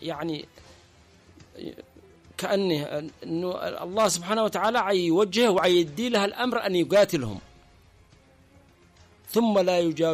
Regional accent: Yemen; عندنا في اليمن

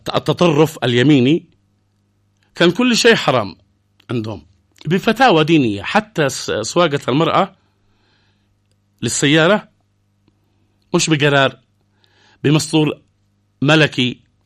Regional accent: Yemen; عندنا في اليمن

